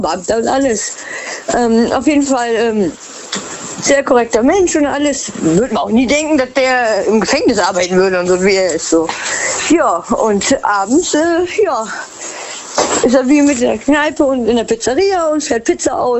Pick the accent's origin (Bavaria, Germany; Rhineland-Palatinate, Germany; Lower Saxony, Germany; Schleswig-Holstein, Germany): Rhineland-Palatinate, Germany; Hi, aus Westerwald.